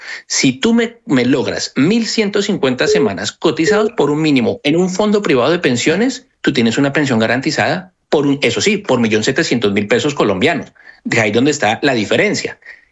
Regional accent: Colombia; en la diáspora, sobre todo los que somos de Colombia, ha generado muchísima zozobra, muchísimo nerviosismo

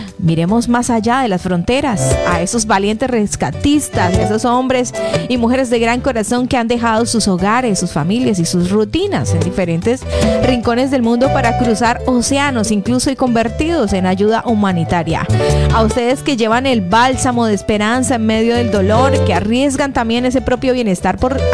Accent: Colombia; moved away; nos convoca como colombianos

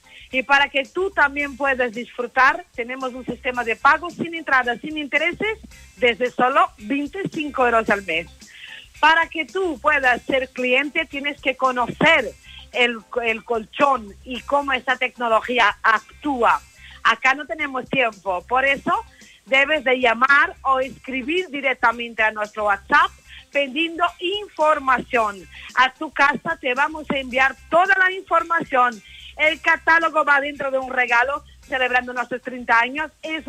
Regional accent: Lisbon, Portugal; moved away; soy de Lisboa, soy de Portugal, por eso tengo este acento tan raro.

